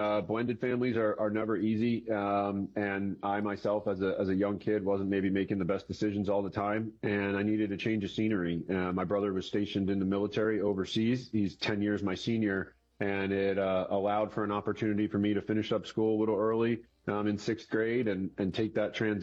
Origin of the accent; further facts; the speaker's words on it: New Jersey, United States; I'm originally from South Jersey, right outside of Long Beach Island, and I am one of four from a blended family, so two half-sisters, one half-brother.